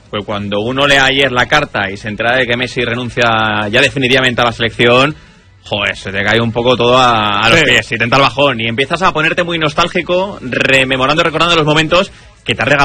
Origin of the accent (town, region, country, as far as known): Spain